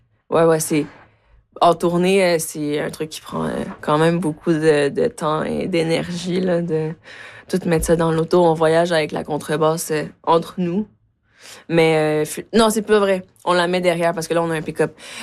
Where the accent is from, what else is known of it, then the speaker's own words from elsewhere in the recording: Quebec, Canada; French is a second language; also born or lived in Mexico; Je suis née au Mexique. Je suis arrivée au Québec à 9 ans. Je parlais pas un mot de français. Je suis allée en classe d'accueil. J'ai fait mon adolescence au Québec.